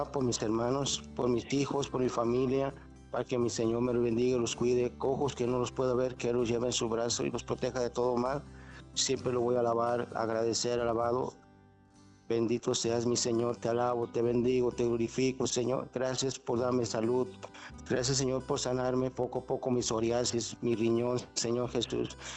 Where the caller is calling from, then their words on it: El Grullo, Jalisco, Mexico; De aquí, del Grullo, Jalisco.